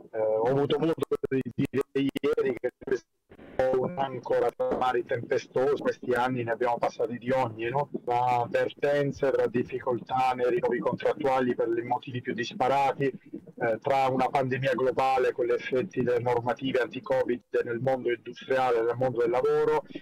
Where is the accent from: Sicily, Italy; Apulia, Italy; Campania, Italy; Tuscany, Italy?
Apulia, Italy; Taranto; Io raccolgo questa eredità con grande orgoglio da tarantino